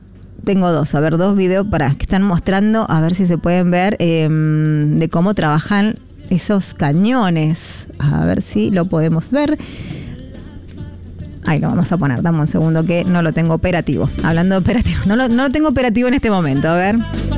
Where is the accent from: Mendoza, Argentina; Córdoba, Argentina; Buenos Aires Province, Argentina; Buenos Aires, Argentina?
Mendoza, Argentina; nosotros qué podemos hacer como mendocinos